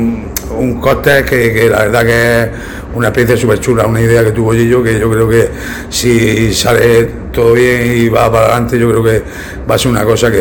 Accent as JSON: {"language": "Spanish", "town": "La Unión", "region": "Region of Murcia", "country": "Spain", "said": "yo soy de La Unión y lo llevo en la sangre, el flamenco."}